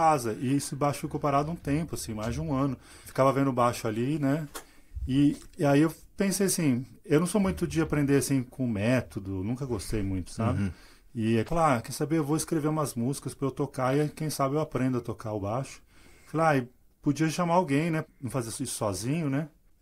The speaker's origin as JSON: {"language": "Portuguese", "region": "São Paulo", "country": "Brazil", "moved": "yes", "lives_now": "Franca, Brazil", "said": "Eu sou de São Paulo, né?"}